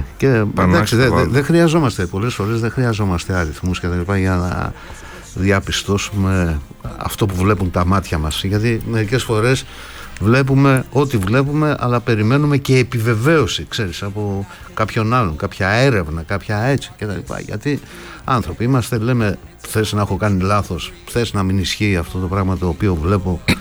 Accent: Western Greece, Greece; για μένα που είμαι από Δυτική Ελλάδα

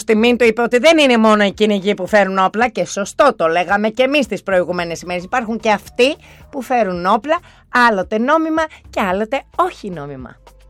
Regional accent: Greece

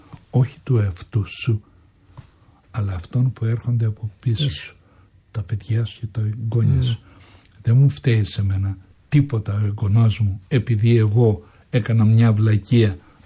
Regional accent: Anogia, Crete, Greece; moved away; να παίξω στο χωριό μου

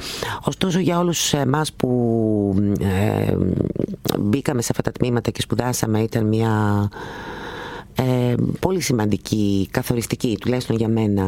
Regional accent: Greece; also born or lived in Germany; γεννήθηκα στη Γερμανία, βασικά από Έλληνες γονείς. Έμεινα πολύ λίγο καιρό εκεί, δηλαδή σε ηλικία περίπου 3,5 ετών οι γονείς μου επέστρεψαν, οπότε δεν έχω έτσι αναμνήσεις από τη Γερμανία, αλλά κυρίως δηλαδή εδώ μεγάλωσα, εδώ πήγα σχολείο, εδώ όλα.

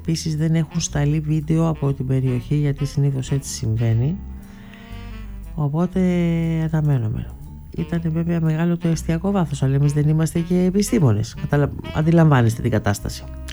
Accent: Greece; εμείς ως Έλληνες.

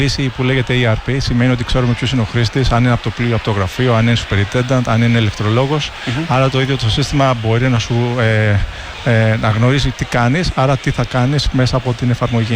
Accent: Athens, Attica, Greece; Είμαι μισό Ισπανός. Είμαι Έλληνας από Αθήνα και μητέρα από Σεβίλη.

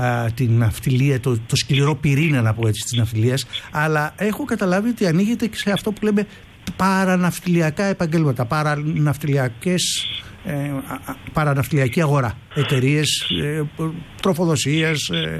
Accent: Piraeus, Attica, Greece; Ναι, εγώ είμαι Πειραιώτης όμως, θα μετράω από τον Πειραιά.

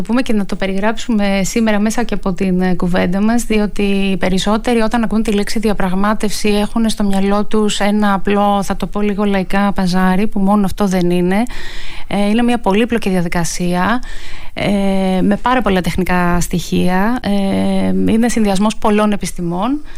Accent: Thessaloniki, Central Macedonia, Greece; born there; Γεννήθηκα στη Θεσσαλονίκη, γεννήθηκα λοιπόν δίπλα στη θάλασσα. Τα έχει φέρει έτσι η ζωή μου που είμαι σε μέρη, ζω, εργάζομαι που είναι δίπλα στη θάλασσα.

